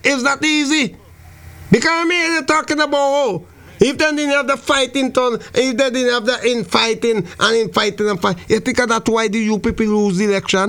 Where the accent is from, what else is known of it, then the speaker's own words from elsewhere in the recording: St. Vincent & Grenadines; Dungan St. Vincent on the ground is my hometown.